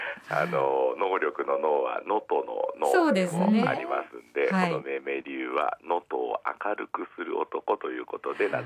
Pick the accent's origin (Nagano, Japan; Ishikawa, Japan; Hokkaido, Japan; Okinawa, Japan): Ishikawa, Japan; Nanao; 私の地元七尾市内を練り歩くということで